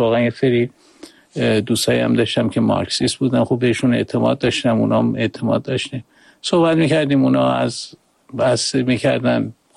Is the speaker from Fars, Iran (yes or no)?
no; Tehran, Tehran Province, Iran; moved away as an adult; also born or lived in Kermanshah; از بچگی ولی خانوادم اومدن تهران دیگه، در واقع از تهران بزرگ شدم، اونجا مدرسه و دبیرستان رفتم